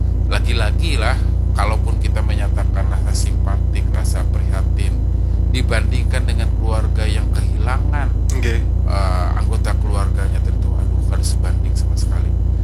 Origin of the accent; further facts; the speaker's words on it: Kalimantan, Indonesia; kita warga Kalimantan